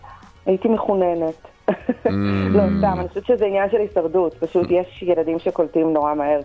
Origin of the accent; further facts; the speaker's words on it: Jerusalem, Jerusalem District, Israel; born there; Hebrew is a second language; also born or lived in former Soviet Union